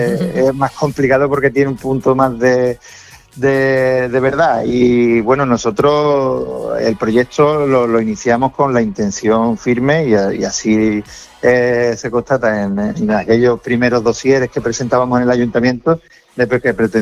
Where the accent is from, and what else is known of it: Seville, Andalusia, Spain